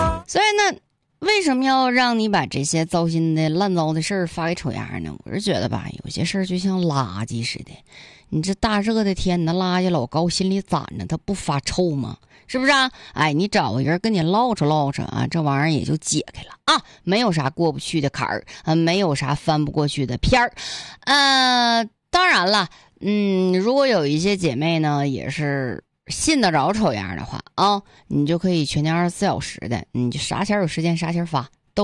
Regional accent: Yanbian, Jilin, China; moved away; 这我们老家就延边那边

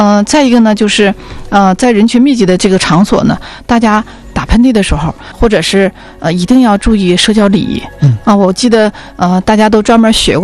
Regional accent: China; 我们中国人有个习俗，就是满月酒啊

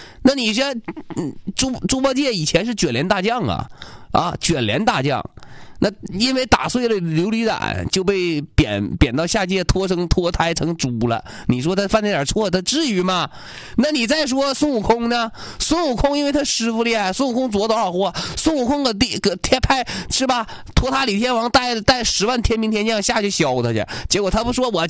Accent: Liaoyuan, Jilin, China; now in Changchun, China; 我回辽源老家，我吉林省东辽县

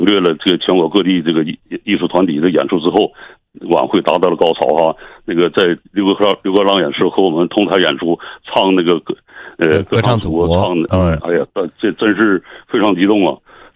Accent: Jilin, China; 咱们吉林人的那个风采

